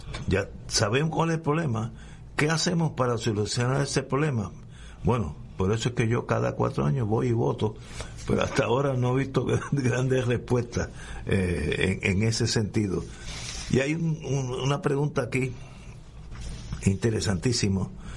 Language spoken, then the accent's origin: Spanish; Puerto Rico; Como yo conozco mi pueblo de Puerto Rico